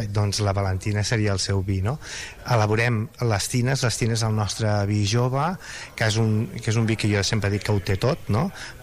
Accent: Catalonia, Spain; soc, el meu pare era andalús i jo estic aquí i ja soc un català més, no?

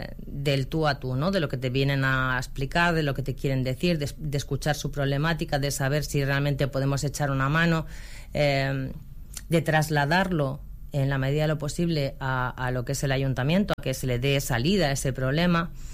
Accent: Sant Andreu de la Barca, Catalonia, Spain

